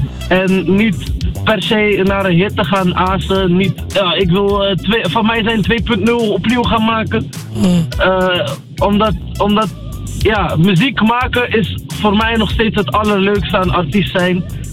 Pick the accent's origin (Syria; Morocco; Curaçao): Morocco; Berkane, Oriental; now in Netherlands